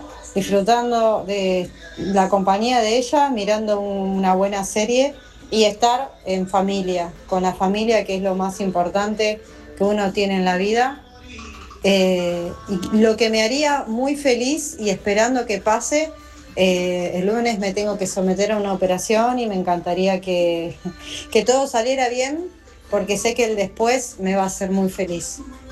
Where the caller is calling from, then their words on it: Berazategui, Buenos Aires Province, Argentina; de Berazategui.